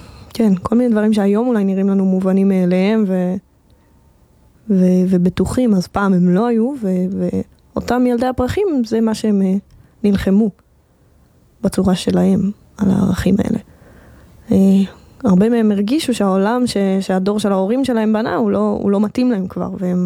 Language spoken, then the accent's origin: Hebrew; Pardes Hanna-Karkur, Haifa District, Israel; moved away; also born or lived in Mitzpe Ramon; אני גדלתי בפרדס חנה כרכור, אחר כך עברתי למצפה רמון